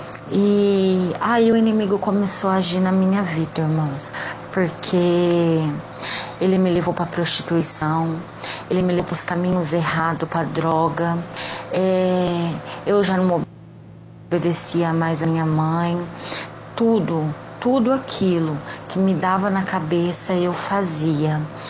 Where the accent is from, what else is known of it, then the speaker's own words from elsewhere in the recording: Fernandópolis, São Paulo, Brazil; sou da cidade de Fernandópolis e congrego na Igreja Pentecostal Deus e Amor